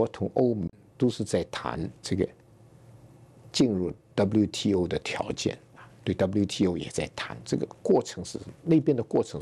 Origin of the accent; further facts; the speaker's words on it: Hong Kong; 我们都是中国人，境外啊，境外。那么第二呢，就是说，这个我们香港的说，我们不是境外